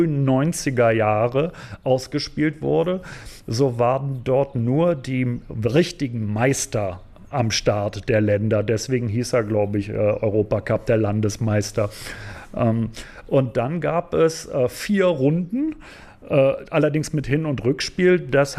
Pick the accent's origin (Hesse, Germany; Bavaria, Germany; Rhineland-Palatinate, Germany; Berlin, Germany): Berlin, Germany; Also ich bin selber aus Berlin